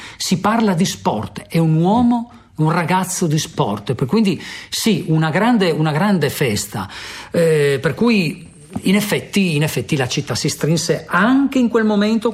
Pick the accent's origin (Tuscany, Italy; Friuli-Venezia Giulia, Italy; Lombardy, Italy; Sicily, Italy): Friuli-Venezia Giulia, Italy; Trieste